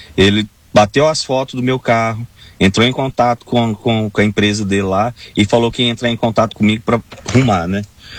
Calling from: Aparecida de Goiânia, Goiás, Brazil

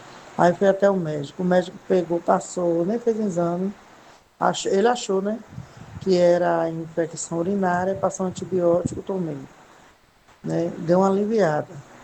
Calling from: Candeias, Bahia, Brazil; eu sou de Candeias

